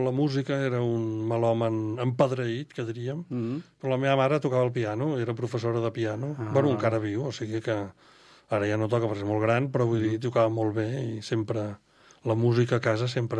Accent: Barcelona, Catalonia, Spain; Vaig néixer a Barcelona i he viscut a fora per estudis i tal, però sí, sóc de Barcelona i visc a Barcelona.

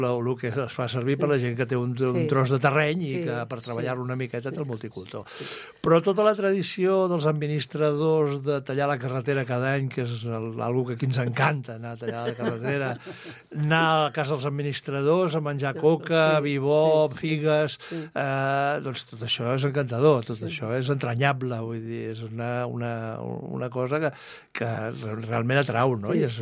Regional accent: Cubelles, Catalonia, Spain; A veure, jo vinc del poble de Cubelles.

